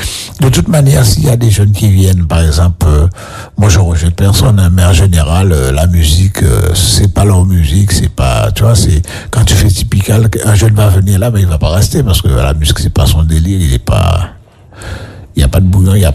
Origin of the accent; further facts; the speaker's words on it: Le Gosier, Guadeloupe; Parce que je suis du Gosier, à l'époque, il y avait beaucoup de boîtes de nuit.